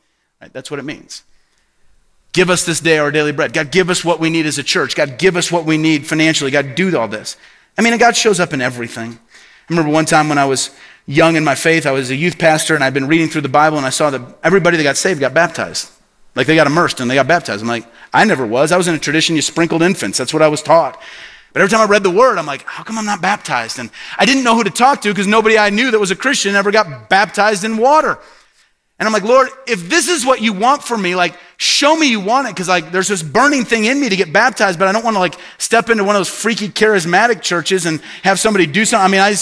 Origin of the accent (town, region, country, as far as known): Peoria, Illinois, United States; born or raised there